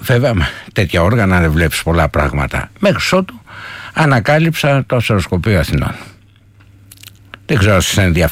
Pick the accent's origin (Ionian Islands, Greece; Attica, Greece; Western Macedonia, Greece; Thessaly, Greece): Attica, Greece; Athens; γεννήθηκα και μεγάλωσα στην Κυψέλη